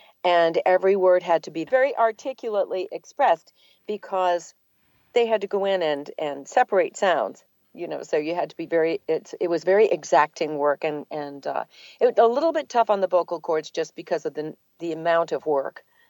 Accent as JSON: {"language": "English", "region": "New England", "country": "United States", "accent": "New England", "lives_now": "Atlanta, United States", "said": "So it was very fortunate that I lost my New England accent."}